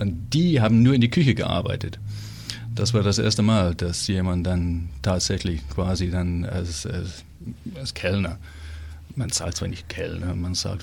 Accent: England, United Kingdom; German is a second language; moved away as an adult; also born or lived in Heidelberg / France / Switzerland / United States; now in Eisenach, Germany; Und zwar im Süden von England.

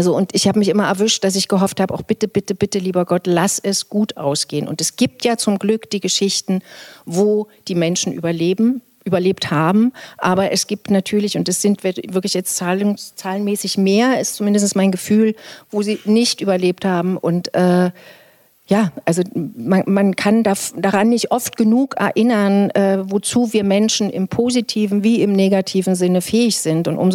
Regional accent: Thuringia, Germany; also in diesen Zeiten in meinem Heimatland Thüringen Haltung zeigen zu dürfen, nehme ich natürlich gerne sofort

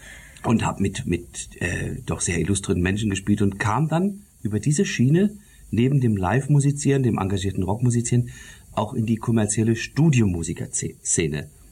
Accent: Detmold, North Rhine-Westphalia, Germany; moved away as an adult; also born or lived in Munich; ich stamme eigentlich aus Nordrhein-Westfalen, aus Lippe-Detmold. Oh. Das ist eine Stadt, die ist ungefähr vergleichbar mit Eisenach. Die ist so klein, liegt im Teutoburger Wald

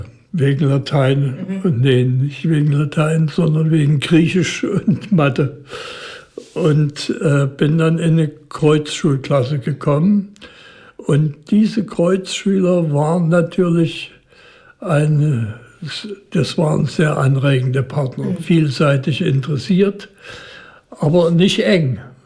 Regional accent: Dresden, Saxony, Germany; zu Maler ging man als Dresdner vielleicht nicht so häufig als zu Mozart.

